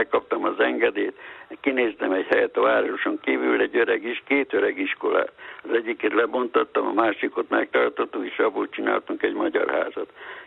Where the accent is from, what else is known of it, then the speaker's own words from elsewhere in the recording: Hungary; Hát már mondtam neked, hogy mennyi notát tudok, én tiszta magyar vagyok. Szóval akkor érzem jól magam, amikor magyar társaságban vagyok.